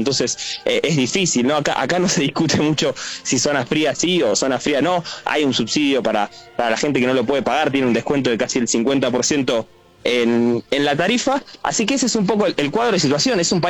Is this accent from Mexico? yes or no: no; Argentina; also born or lived in Russia; now in Armenia